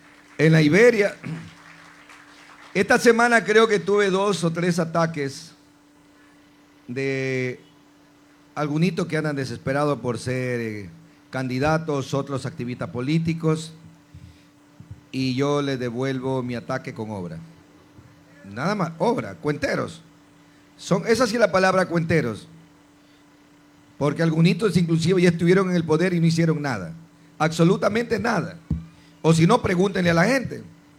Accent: Bellavista parish, El Oro, Ecuador; moved away as an adult; now in Machala, Ecuador; 50 años viví en el campo. Los últimos 20 años en la parroquia Bellavista. Soy hijo con mucha honra de campesinos. Hace 6 años vivo en Machala.

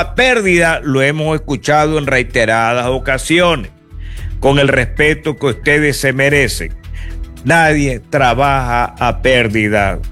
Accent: Ecuador; Somos nosotros los ecuatorianos.

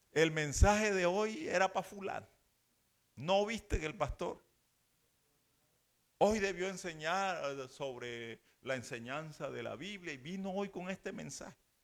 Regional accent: Bolívar, Colombia; en la región donde yo soy, sur de Bolívar

